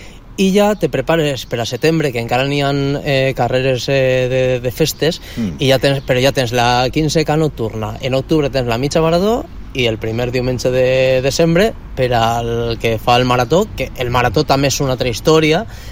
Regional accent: L'Eliana, Valencian Community, Spain

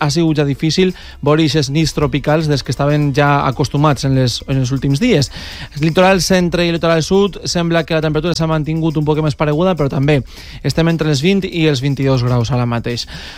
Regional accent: Valencian Community, Spain; al meu poble, al Racó d'Ademús

